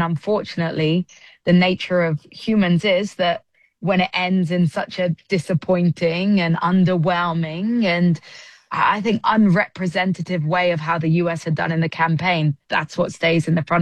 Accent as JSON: {"language": "English", "region": "England", "country": "United Kingdom", "moved": "yes", "lives_now": "Atlanta, United States", "said": "obviously I'm English, but I've lived in America long enough."}